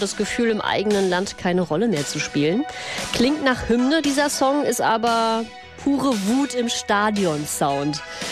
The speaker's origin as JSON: {"language": "German", "town": "Königs Wusterhausen", "region": "Brandenburg", "country": "Germany", "tie": "born there", "said": "Neuruppin, Eberswalde, Königs Wusterhausen, so wie ich."}